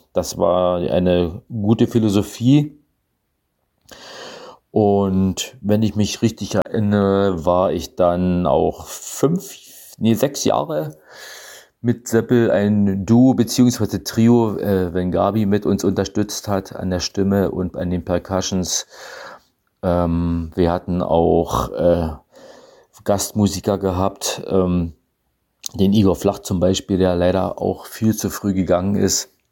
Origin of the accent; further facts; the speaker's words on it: Germany; now in Berlin, Germany; mittlerweile aus Berlin, aber gebürtig in der Lausitz